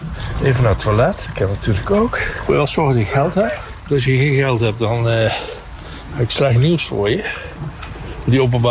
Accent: Nijmegen, Gelderland, Netherlands; Ja, ik ben geboren in Nijmegen, getogen.

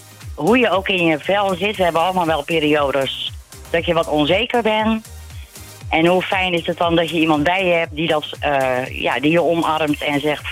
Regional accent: Netherlands; born there; moved away as an adult; now in Boskoop, Netherlands; Ik ben geboren in de Boddelstreek.

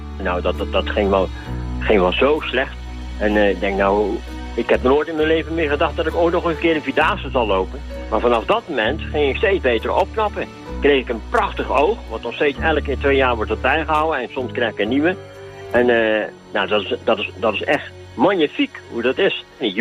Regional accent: Dordrecht, South Holland, Netherlands; uit Dordrecht. Ik ben 68 jaar.

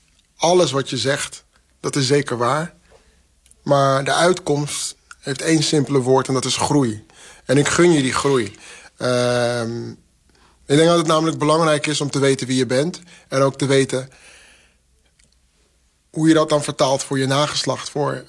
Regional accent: Netherlands; born there

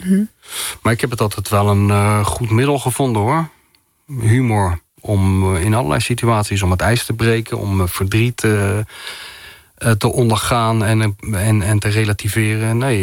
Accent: Zoetermeer, South Holland, Netherlands; ik ben dus opgegroeid in Zoetermeer.

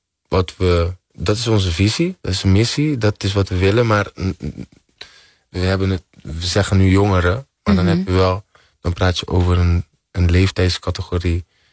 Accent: Curaçao; zit ik nu als een man met ik ben trots dat ik van Curaçao kom.

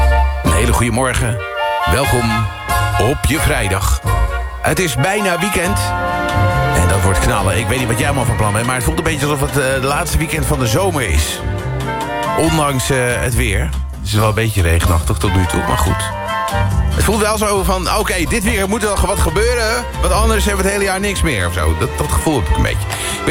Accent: Netherlands; Ja, wij kunnen ook altijd klagen, hè? Nou, als Nederlanders, ja.

